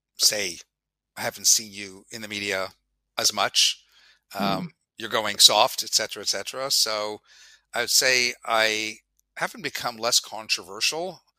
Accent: Toronto, Ontario, Canada; moved away; I grew up obviously in Toronto

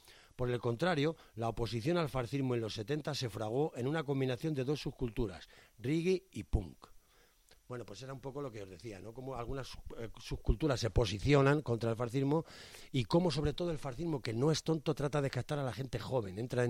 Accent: Spain

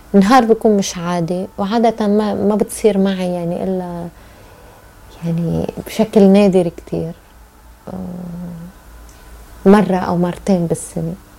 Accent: Lebanon; إحنا كلبنانيين علمتنا الحرب، قد ما نقلنا بيوت إنه تصير كل بيوت بيوتنا

